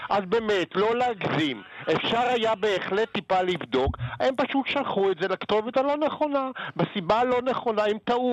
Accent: Tel Aviv, Tel Aviv District, Israel; אני יליד תל אביב.

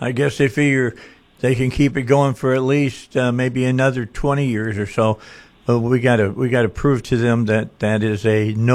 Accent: Indiana, United States; I mean, I'm from Indiana.

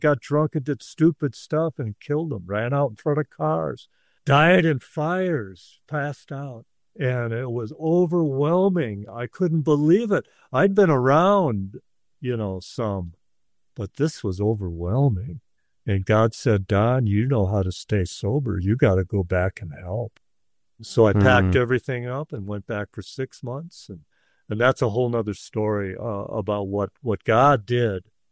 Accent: Texas, United States; It was cold. I'm from Texas. I got it made in Texas is the land of milk and money

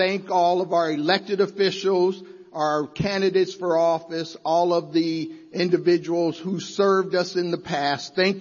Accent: Nebraska, United States; There is just something about doing your civic duty as an American and as a proud Nebraskan.

